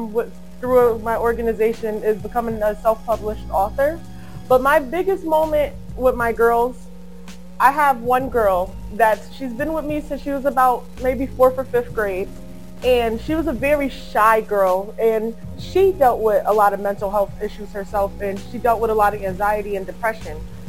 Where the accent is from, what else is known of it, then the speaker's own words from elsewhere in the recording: Bridgeport, Connecticut, United States; also born or lived in Norwalk; I was born in Norwalk, but I was raised here in Bridgeport.